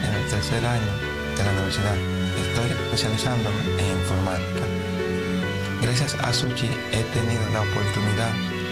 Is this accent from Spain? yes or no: no; Dominican Republic; Septiembre de 1998, el huracán George azotó la República Dominicana. Mi ciudad natal sufrió una devastación masiva, incluyendo a mis padres y a los residentes de la comunidad.